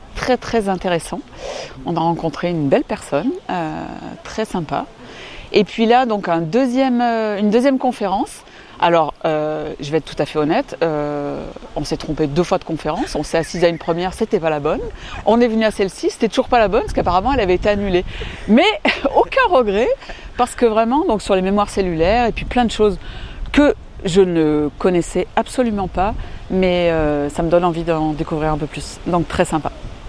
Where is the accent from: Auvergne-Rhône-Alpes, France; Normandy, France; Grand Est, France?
Auvergne-Rhône-Alpes, France; donc moi je viens de la Drôme et je suis venue passer le week-end chez mon amie Jamila.